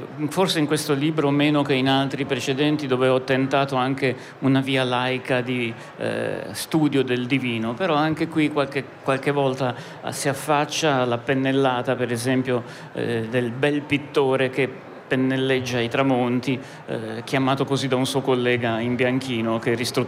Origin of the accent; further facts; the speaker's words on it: Turin, Piedmont, Italy; moved away as an adult; now in Siena, Italy; io adesso vivo a Siena da tanto tempo, ma sono cresciuto a Torino fino alla maturità classica.